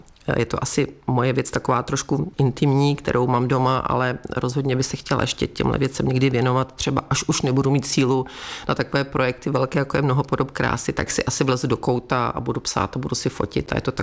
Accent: Český Krumlov, South Bohemian Region, Czechia; jsem z Českého Krumlova, který tu kulturu vždycky dokázal a uměl

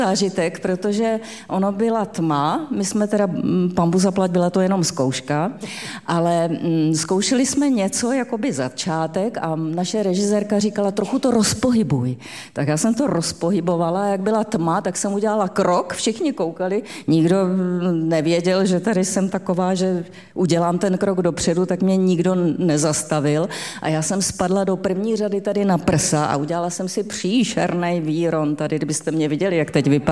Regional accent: Olomouc, Olomouc Region, Czechia; jsem Moravačka, původem z Olomouce, takže Moravu miluju a nedám na ní dopustit a vždycky říkám, jsem Moravák, nejsem Čech.

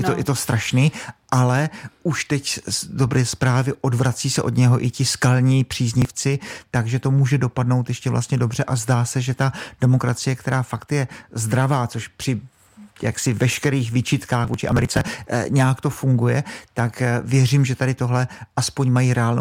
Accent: Brno, South Moravian Region, Czechia; Zase vycházím z toho, že jsem z Brna, tak se omlouvám

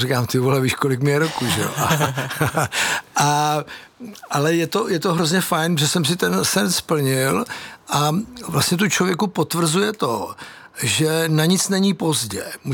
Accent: Prague, Czechia; my dva jsme z Prahy

